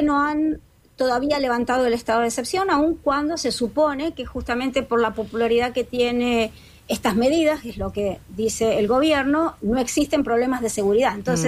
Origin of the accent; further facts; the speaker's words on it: Argentina; yo soy argentina y yo me crié en la dictadura argentina